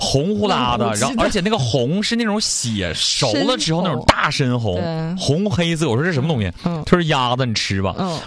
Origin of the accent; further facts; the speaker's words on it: Jilin, China; moved away; 小的时候在吉林市那个四海音像